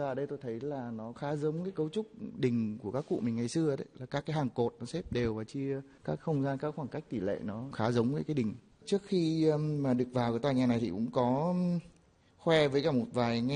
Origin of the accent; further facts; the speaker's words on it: Nam Định, Vietnam; tôi thì sinh ra và lớn lên ở thành phố Nam Định, là cái nôi của dệt may.